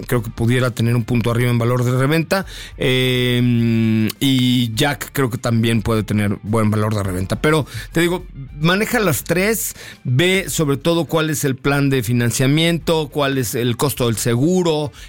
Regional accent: Mexico City, Mexico; born there

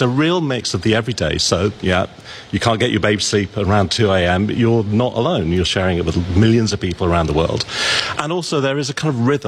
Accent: England, United Kingdom; I grew up in England, did not grow up with proms

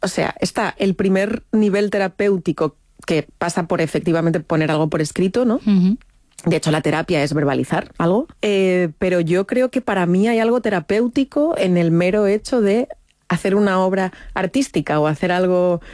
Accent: Madrid, Community of Madrid, Spain

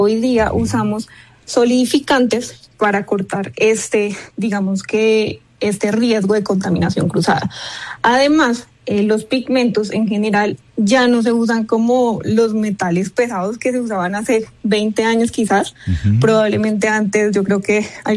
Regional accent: Colombia; Sí, mira, la verdad siento que como industria y pues como orgullosamente colombiana, me emociona mucho porque la cultura a nivel Colombia es muy fuerte.

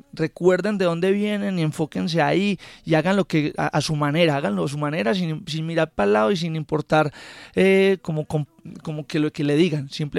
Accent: Paisa region, Colombia; accent: paisa; hablando como paisa, pero mezclándolo con las melodías del llano.

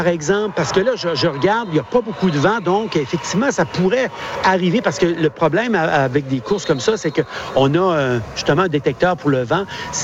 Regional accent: Quebec, Canada; Moi, je suis originaire du Québec. Je connaissais les Jeux du Québec

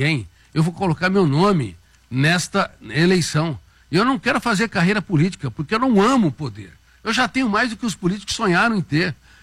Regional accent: Colina, São Paulo, Brazil; born there; na minha querida cidade, onde eu nasci, Colina.

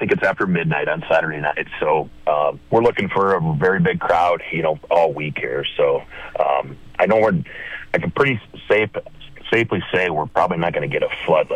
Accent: Minnesota, United States; Well, I grew up around Minden, Minnesota

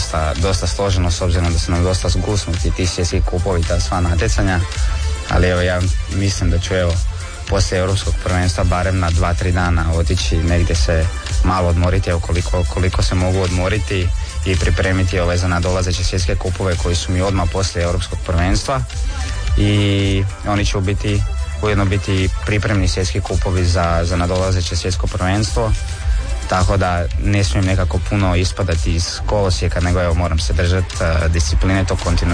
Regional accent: Croatia

